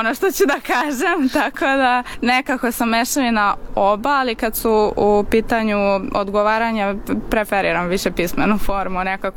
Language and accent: Serbian; Belgrade, Serbia; now in Budapest, Hungary; Iz Beograda.